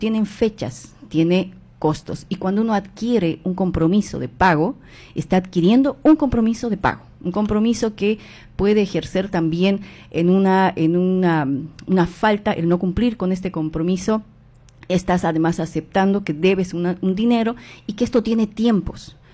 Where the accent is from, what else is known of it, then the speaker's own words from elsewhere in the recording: Bolivia; now in Argentina; Nosotros como bolivianos, y no sé si lo has podido notar al interactuar con nosotros en la comunidad boliviana